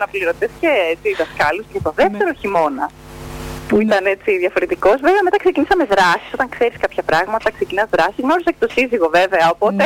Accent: Northern Greece, Greece; moved away as an adult; now in Irakleia, Greece; Εγώ είμαι από Καρπερί Θερών, από Βόρεια Ελλάδα.

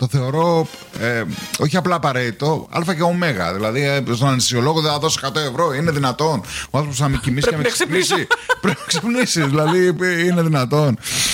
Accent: Greece; την υποκρισία που έχουμε ως Έλληνες.

